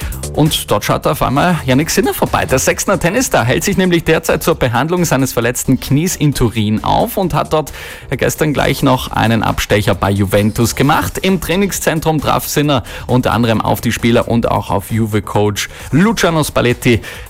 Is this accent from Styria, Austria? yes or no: no; Tyrol, Austria; Aber wir schauen da tatsächlich in Richtung Nachbar-Tirol. Mit dem starken Felix Gall nämlich sind wir Tiroler dort Präsenz.